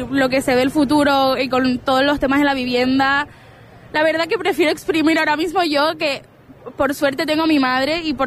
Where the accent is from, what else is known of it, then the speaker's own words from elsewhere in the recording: Spain; Soy la única española en un piso de Erasmus.